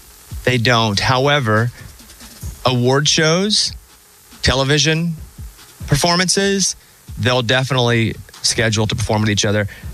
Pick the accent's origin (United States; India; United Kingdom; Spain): United States; Mountain Pine, Arkansas; we did that in Mountain Pine, my hometown, in the auditorium, the same auditorium that I did plays